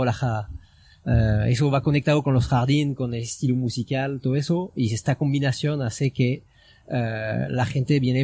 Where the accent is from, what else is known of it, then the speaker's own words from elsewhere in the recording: Occitania, France; Spanish is a second language; moved away as an adult; now in Mendoza, Argentina; Sur de Francia, cerca de Toulouse.